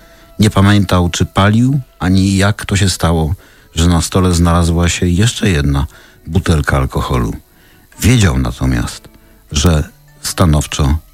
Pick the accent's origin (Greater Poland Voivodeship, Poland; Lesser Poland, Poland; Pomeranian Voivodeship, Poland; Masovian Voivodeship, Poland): Masovian Voivodeship, Poland; Warsaw; bo ja jestem warszawianinem